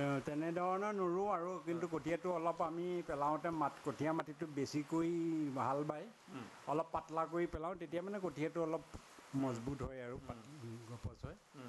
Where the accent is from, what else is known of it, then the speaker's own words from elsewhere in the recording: Raha, Assam, India; মোৰ গাঁও হ'ল ৰহা কামগাঁও।